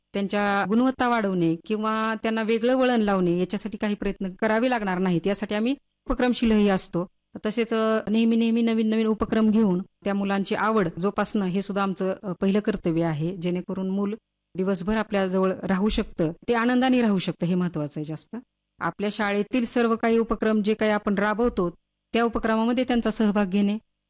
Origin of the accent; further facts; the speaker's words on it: Devangra, Maharashtra, India; मी आपल्या धाराशिव जिल्ह्यामधीलच कन्या आहे. माझं माहेर आहे देवंगरा तालुका भूम इथलं